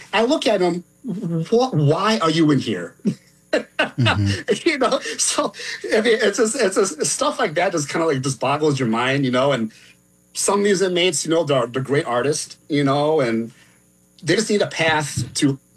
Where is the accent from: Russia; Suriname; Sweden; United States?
United States; Wheaton, Illinois; Well, I grew up in Wheaton, Illinois, and then spent here my entire life.